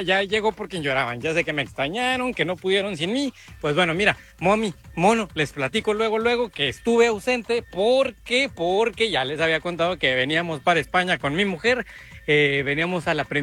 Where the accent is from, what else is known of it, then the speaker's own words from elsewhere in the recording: Ciudad Juárez, Chihuahua, Mexico; Espero que Juárez, por favor, Juaritos, yo soy de allá de Juaritos, hombre, por favor, Juaritos, que levante un poquito la cabeza